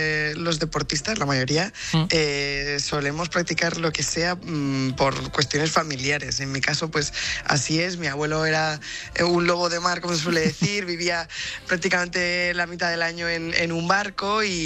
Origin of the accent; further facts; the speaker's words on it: Spain; si somos españoles